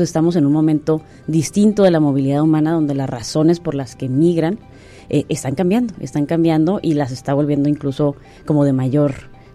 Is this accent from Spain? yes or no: no; Tijuana, Baja California, Mexico; born there; en mi caso me tocó nacer ya en Tijuana, pero mis padres vienen de dos ciudades distintas de este país también